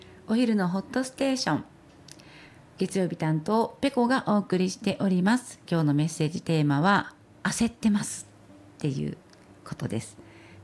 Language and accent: Japanese; Osaka, Japan; moved away as an adult; now in Shigaraki, Japan; ちなみに私の出身は大阪なんですけども、信楽に来て28年経ちます。